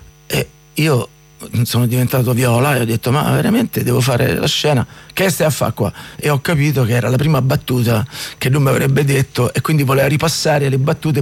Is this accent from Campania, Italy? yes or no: no; Civitavecchia, Lazio, Italy; also born or lived in Rome; No, laziale nel senso sono di Civitavecchia e poi ho vissuto a Roma e quindi chiaramente si sente, no, questa appartenenza in certi momenti, in certi spettacoli, quando parlo si sente che non sono di Vicenza o siciliano.